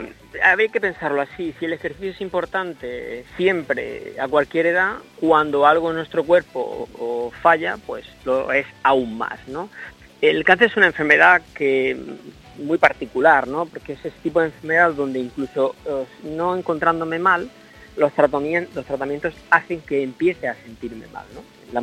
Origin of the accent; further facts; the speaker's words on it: Motril, Andalusia, Spain; yo adoro mi tierra, adoro Motril, y es mi lugar